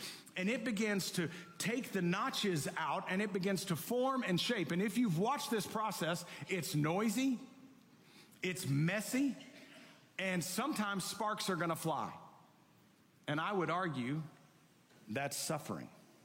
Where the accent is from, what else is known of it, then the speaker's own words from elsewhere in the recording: Waco, Texas, United States; also born or lived in Dallas, Texas; I grew up in Waco, Texas, and then we moved to Dallas when I was in high school, and I grew up in Waco before Chip and Joanna made it cool. I'm old school.